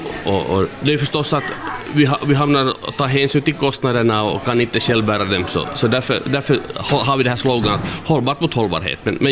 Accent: Karleby, Central Ostrobothnia, Finland; Skärgården betyder nog för mig att jag är uppväxt i Karleby och nära Karleby finns en plats som heter Öja, och där har jag tillbringat på en ö min barndom

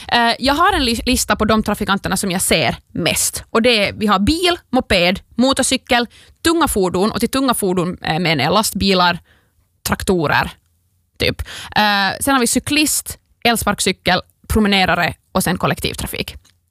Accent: Vaasa, Ostrobothnia, Finland; Men jag gör det och jag är en äkta Vasabo på grund av det.

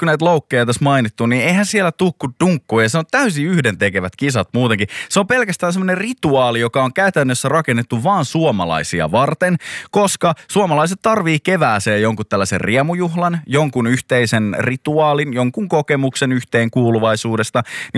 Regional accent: Helsinki, Uusimaa, Finland; mä oon itse Pohjois-Helsingistä

